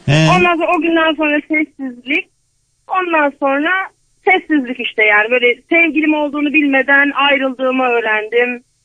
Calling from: Denizli, Turkey; Denizli'den.

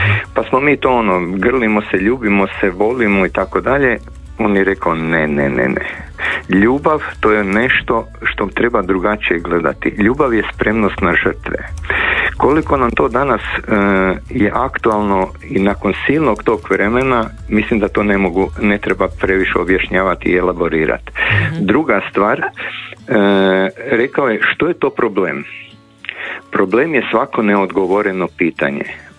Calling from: Zagreb, City of Zagreb, Croatia; Ja sam iz Zagreba, Špansko trenutno lokacija. Učenik sam bio generacije 74. 78. druge ekonomske škole koja je bila u tada na lokaciji Klajićeva broj 7

